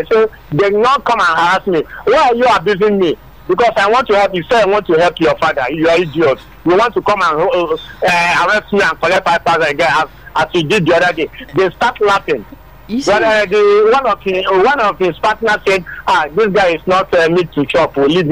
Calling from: Badagry, Lagos, Nigeria; I'm calling from Aradabu Badagri.

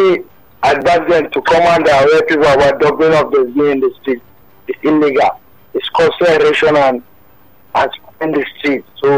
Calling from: Agege, Lagos, Nigeria; I'm calling from Agege.

